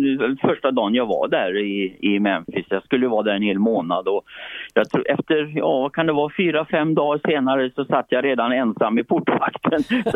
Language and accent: Swedish; Trollhättan, Västra Götaland County, Sweden; born there; Jag bodde i Trollhättan